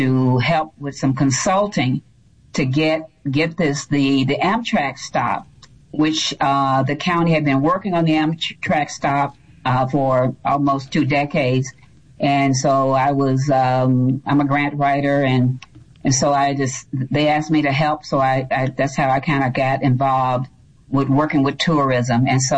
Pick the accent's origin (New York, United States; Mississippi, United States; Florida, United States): Mississippi, United States; Marks; moved away as an adult; Well, I was born and raised in Marks, Mississippi, so I'm a native. And I was away for 40 plus years. And I came back home